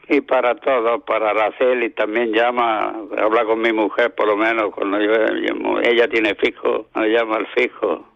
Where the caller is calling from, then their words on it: Almuñécar, Andalusia, Spain; de Almuñécar.